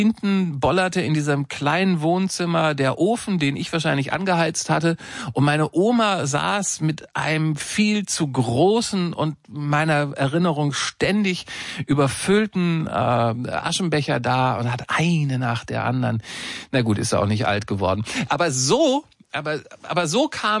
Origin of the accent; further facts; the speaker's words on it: Lower Saxony, Germany; born there; Ich bin in Niedersachsen geboren worden, Ende der 60er Jahre.